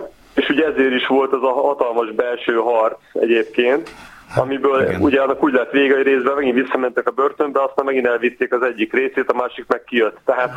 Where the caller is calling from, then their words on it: Budapest, Hungary; én is ilyen részben óbudai vagyok